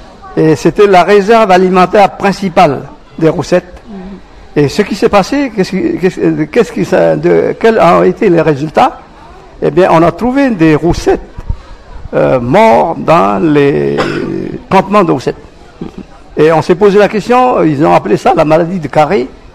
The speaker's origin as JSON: {"language": "French", "country": "New Caledonia", "said": "chez nous, à Mouloupari"}